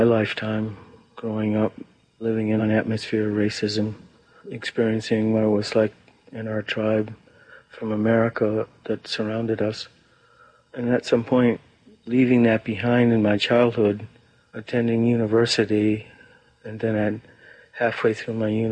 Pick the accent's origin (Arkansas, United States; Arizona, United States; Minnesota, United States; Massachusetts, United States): Massachusetts, United States; Cape Cod; I come from the Mashpee Wampanoag tribe. It's in the Cape Cod, Massachusetts. On my father's side, I'm Otter Clan. On my mother's side, I'm Turtle Clan, Nipmuc.